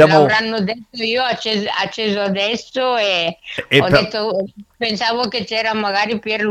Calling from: Brescia, Lombardy, Italy; Non sono di Brescia, cioè sono di Brescia ormai da 50 anni.

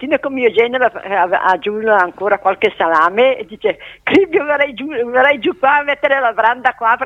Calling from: Vienno, Lombardy, Italy; di Vienno.

